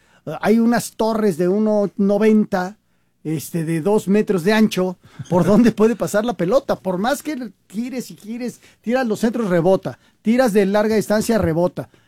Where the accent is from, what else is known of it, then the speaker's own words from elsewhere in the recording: Mexico; Mi familia es de allá. Yo soy mexicano